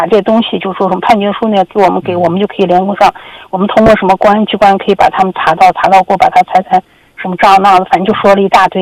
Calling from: Xinjiang, China; 因为我们就是新疆的嘛

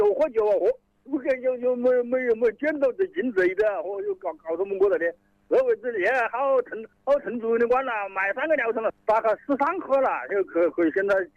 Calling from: Jianli, Hubei, China; 我在锦里啊，万桥啊。

